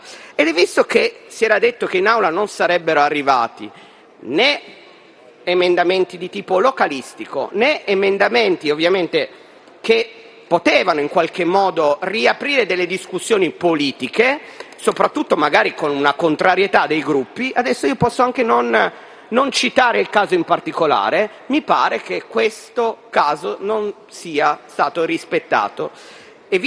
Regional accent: Turin, Piedmont, Italy; Lo dico da torinese

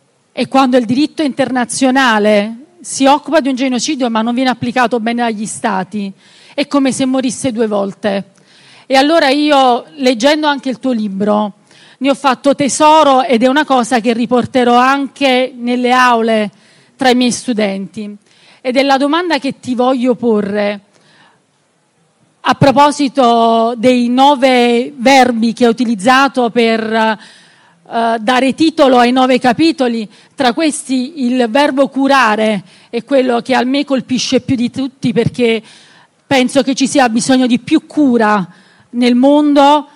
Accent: Naples, Campania, Italy; Io sono campana come te, tu vieni da Ariano Irpino, io da Napoli. Siamo quasi dello stesso anno, tu sei più giovane di me.

